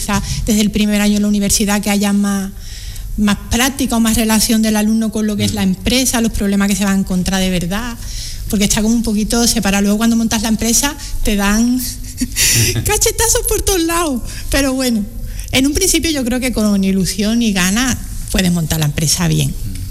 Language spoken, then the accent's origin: Spanish; Cádiz, Andalusia, Spain; Yo estoy muy feliz de ser de Cádiz